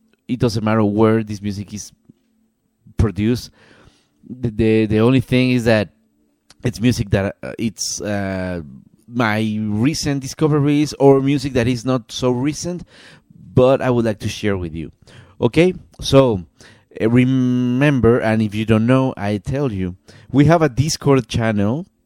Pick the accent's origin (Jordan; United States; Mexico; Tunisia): Mexico; I'm streaming from Mexico, so I have the bias. I'm sorry, I will always be biased. Everyone is biased, and I will be streaming music from people from my country